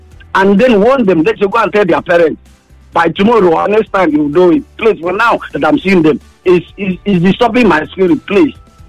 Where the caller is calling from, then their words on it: Lagos, Nigeria; I'm calling you from Apapa.